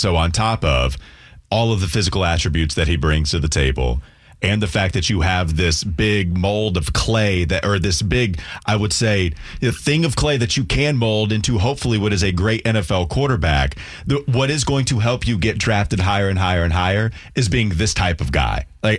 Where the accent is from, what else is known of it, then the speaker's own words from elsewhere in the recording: North Carolina, United States; growing up in Catawba County, especially in high school, I was brought to the wonderful taste of liver mush from some friends' grandmothers, right?